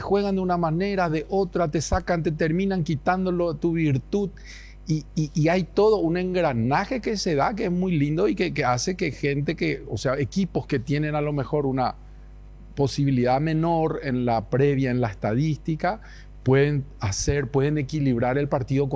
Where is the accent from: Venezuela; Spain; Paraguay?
Paraguay; cómo somos los paraguayos